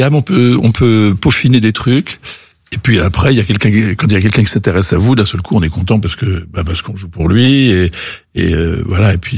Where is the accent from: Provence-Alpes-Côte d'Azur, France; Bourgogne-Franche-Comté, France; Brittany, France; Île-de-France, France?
Île-de-France, France; Paris; also born or lived in Rome; Oui, j'ai grandi à Paris.